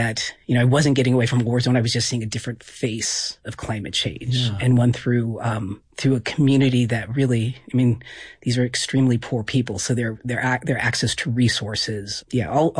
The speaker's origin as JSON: {"language": "English", "region": "Pacific Northwest", "country": "United States", "tie": "born or raised there", "said": "And we moved around quite a bit. I've spent most of my life up in the Pacific Northwest"}